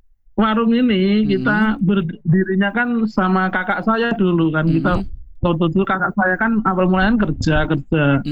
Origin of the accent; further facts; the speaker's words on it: Wonogiri, Central Java, Indonesia; moved away; saya Purwantoro gitu, dari Wonogiri, sama-sama Wonogiri ya.